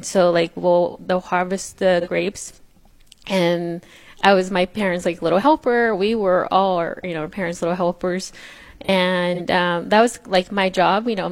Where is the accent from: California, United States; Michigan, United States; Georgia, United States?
California, United States; Madera; also born or lived in San Jose, California; I grew up in Central California. I grew up in a small town, a rural town called Madera, California. And my parents were farm workers. I was a child farm worker as well, one of seven children.